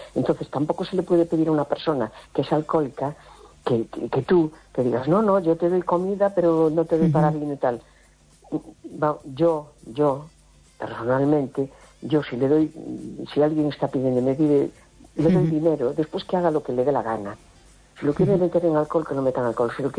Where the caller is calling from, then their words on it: A Coruña, Galicia, Spain; de La Coruña.